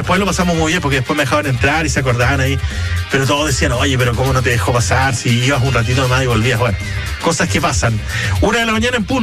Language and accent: Spanish; Chile; como buen chileno haciendo las cosas a última hora